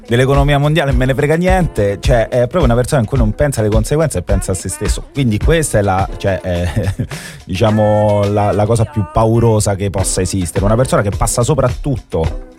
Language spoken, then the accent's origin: Italian; Rome, Lazio, Italy; Io da romano